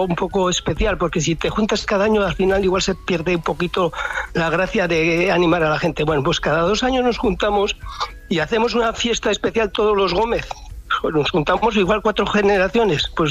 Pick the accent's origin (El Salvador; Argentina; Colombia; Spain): Spain; Ezcaray, La Rioja; Vamos a ver, yo soy de Ezcaray.